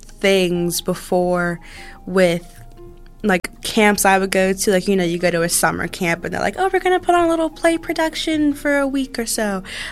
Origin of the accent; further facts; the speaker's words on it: Virginia, United States; I was born and raised in Virginia, so he took me to see this extravagant dance show